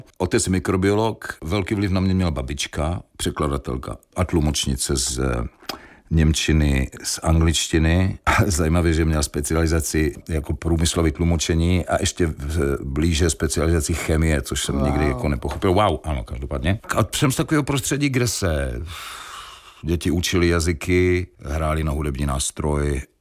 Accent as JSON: {"language": "Czech", "town": "Ostrava", "region": "Moravian-Silesian Region", "country": "Czechia", "tie": "born or raised there", "said": "Vyrostl jsem na Slezské Ostravě, na Kamenci, obklopen ještě z jedné strany hornickou kolonií, pač tam nás přestěhovali, protože původně jsme měli dům v tam, co je dneska naproti jámě Jindřich, ty paneláky"}